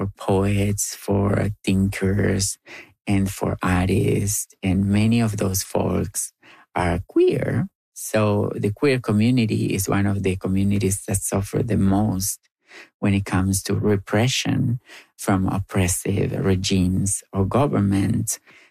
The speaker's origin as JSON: {"language": "English", "town": "Gálvez", "region": "Santa Fe", "country": "Argentina", "tie": "born or raised there", "said": "That you love to talk about my hometown. I was born in Ciudad de Galvez. Most people live from agriculture. The town is very little and everybody knows you"}